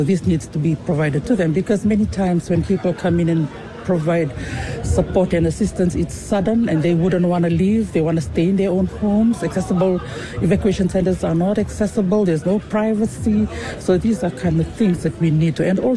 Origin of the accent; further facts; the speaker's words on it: Fiji; I'm the Chief Executive Officer for the Pacific Disability Forum. I am from Fiji.